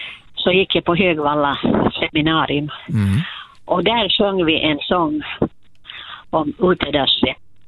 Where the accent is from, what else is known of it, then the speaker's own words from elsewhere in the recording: Porvoo, Uusimaa, Finland; jag är hemma från Borgå